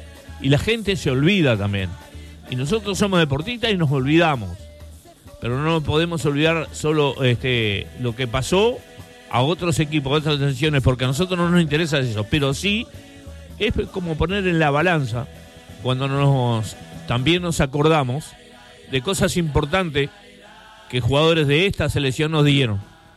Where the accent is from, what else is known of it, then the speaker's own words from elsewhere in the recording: Uruguay; Somos uruguayos